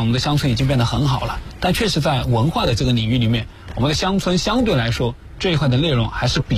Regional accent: Hunan, China; moved away as an adult; now in Shanghai, China; 我从2011年到现在一直工作生活在上海，已经有十几年了吧。我的故乡在湖南省双汾县子门桥镇常来村。

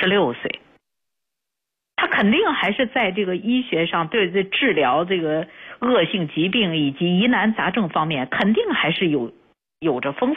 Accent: China

